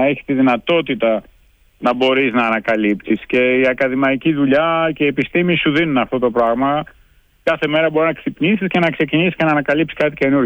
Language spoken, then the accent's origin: Greek; Gytheio, Peloponnese, Greece; moved away as an adult; also born or lived in Switzerland; now in United States; Πρώτα τελείωσα στο γυμνάσιο και στο λύκειο στο Γήθιο.